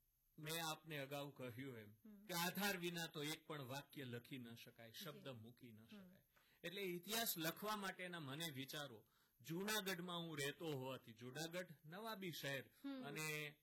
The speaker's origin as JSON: {"language": "Gujarati", "town": "Sanosara", "region": "Gujarat", "country": "India", "tie": "born there", "also_born_or_lived": "Bagasara / Junagadh", "said": "મારું ગામ ચોટીલાની બાજુનું સણોસરા, અને એ પછી મને નોકરી મળી જૂનાગઢમાં"}